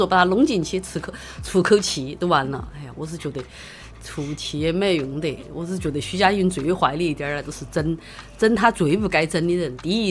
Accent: Chongqing, China; accent: Chongqing dialect

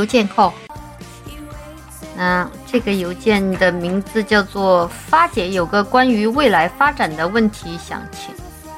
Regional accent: southern China, China; also born or lived in Shanghai / Chongqing; 我也是南方人啊，我们那边都是魔法攻击。你想我待的比较久的两个城市，上海、重庆，都不知道说哪一家更潮，都很潮湿。

